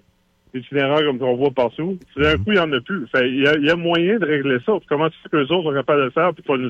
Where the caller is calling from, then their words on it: Red Deer, Alberta, Canada; je m'en vais chez nous à Red Deer